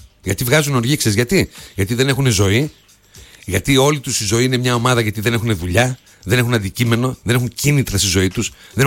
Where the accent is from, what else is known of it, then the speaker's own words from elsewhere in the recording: Greece; Ειδικά εμείς ως Έλληνες.